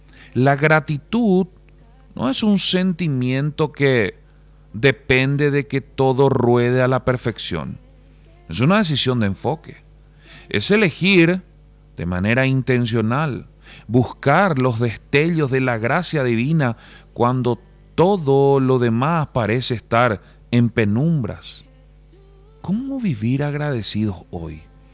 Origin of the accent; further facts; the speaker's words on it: Asunción, Paraguay; Muchas veces hacemos la salida para los que somos de Asunción, hacemos la salida aquí por Falcón.